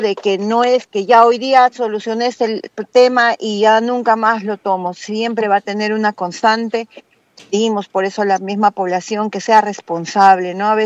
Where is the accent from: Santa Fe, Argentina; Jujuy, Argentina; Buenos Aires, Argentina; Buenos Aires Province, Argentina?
Santa Fe, Argentina; Rosario; Yo soy rosarina, ex rosarina